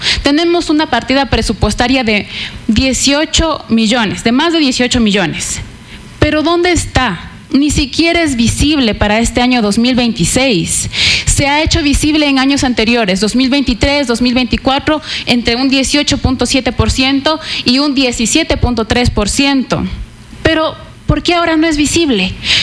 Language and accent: Spanish; Píllaro, Tungurahua, Ecuador; Yo he nacido y he crecido toda mi vida en mi tierra